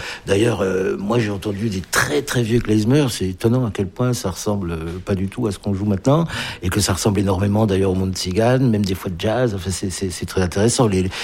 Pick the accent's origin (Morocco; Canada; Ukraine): Ukraine; Donc je ne viens pas du tout là en tant qu'Ukrainien pour fêter ou soutenir mon ancien peuple ou je sais pas quoi. Je suis même pas français, je suis moi quoi.